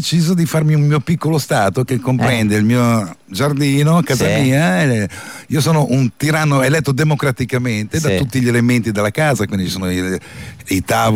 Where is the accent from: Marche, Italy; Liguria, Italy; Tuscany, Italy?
Liguria, Italy; Genoa; now in Lake Como area, Italy; Pur essendo genovese